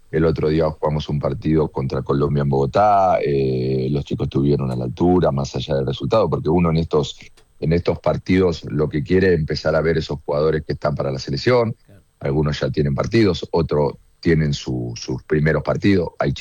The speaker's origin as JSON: {"language": "Spanish", "country": "Argentina", "moved": "yes"}